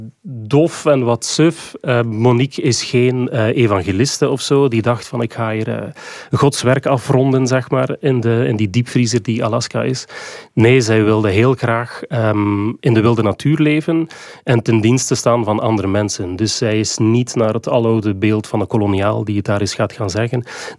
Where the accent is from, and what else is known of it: Waregem, Flanders, Belgium; born there